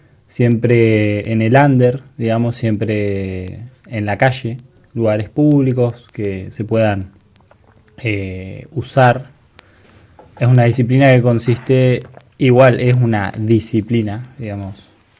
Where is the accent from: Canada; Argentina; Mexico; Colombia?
Argentina; Río Gallegos, Santa Cruz; also born or lived in Santa Fe, Argentina; Y prácticamente toda la vida. Soy nacido en Santa Fe, pero criado acá.